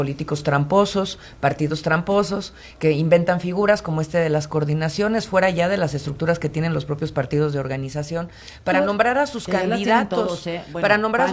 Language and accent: Spanish; Querétaro, Mexico; born there; Pues yo soy queretana de nacimiento